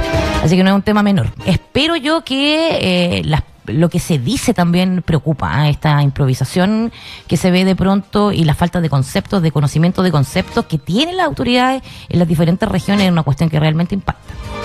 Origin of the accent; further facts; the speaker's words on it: Chile; los chilenos somos súper solidarios